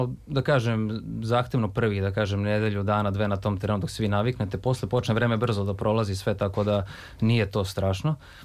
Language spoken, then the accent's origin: Serbian; Belgrade, Serbia; Ja sam iz Beograda, živim tu kod Sava centra.